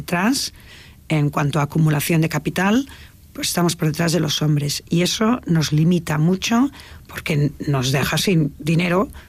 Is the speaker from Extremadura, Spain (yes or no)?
no; Tarragona, Catalonia, Spain; De hecho, yo que soy de un pueblo, soy de Tarragona y de Morella, por parte de padre, un pueblecito maravilloso en Castellón